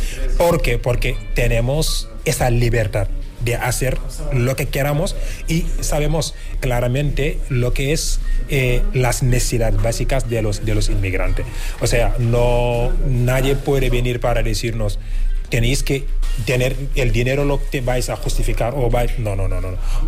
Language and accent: Spanish; Senegal; Spanish is a second language; moved away as an adult; now in Andalusia, Spain; Yo soy un afroandalú, cotizo aquí, contribuyo aquí, formo parte también de aquí. Aunque soy de Senegal, yo soy muy, muy, muy orgulloso de mis raíces